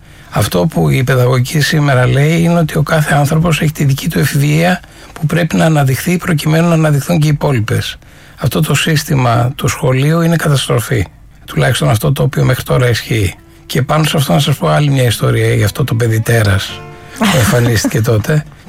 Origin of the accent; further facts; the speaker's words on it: Thessaloniki, Central Macedonia, Greece; also born or lived in Bitola, North Macedonia; Θυμάμαι πάρα πολύ έντονα στην Θεσσαλονίκη, εκεί που μεγάλωσα, Αριστοτέλους και Τσιμισκή